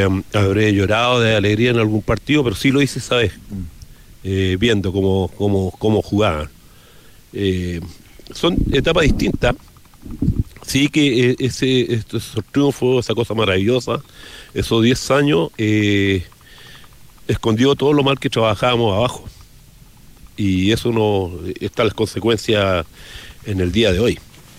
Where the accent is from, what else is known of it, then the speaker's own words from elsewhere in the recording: Arica, Arica y Parinacota, Chile; nosotros los nortinos, los ariqueños somos distintos